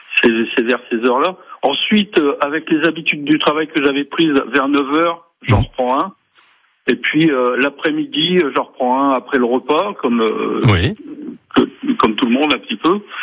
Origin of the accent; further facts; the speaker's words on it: Hauts-de-France, France; je suis originaire du Nord et de la région de la chicorée.